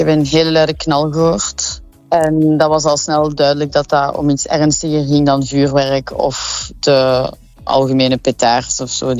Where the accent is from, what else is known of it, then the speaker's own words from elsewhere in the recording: Molenbeek, Brussels-Capital Region, Belgium; moved away as an adult; now in Anderlecht, Belgium; ik ben opgegroeid in Molenbeek. En dan sinds 5, 6 jaar, denk ik, woon ik nu in Anderlecht.